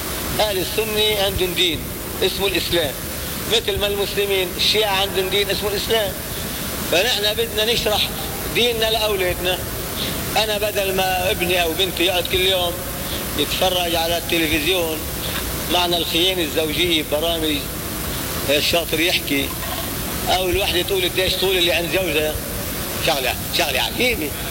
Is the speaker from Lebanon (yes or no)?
yes; Lebanon; ما نحن لبنانيين مثلنا